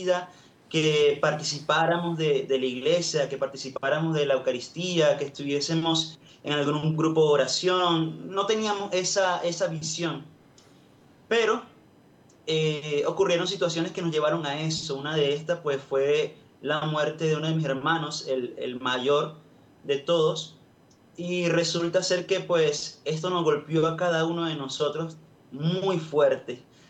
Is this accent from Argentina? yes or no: no; Guacara, Carabobo, Venezuela; mi tierra de Guacara pues tiene una de las mayores, digamos, imágenes más grandes del país, de José Gregorio Hernández. Entonces, es algo muy sumamente hermoso poder haber nacido en esa tierra tan bendecida por el Señor.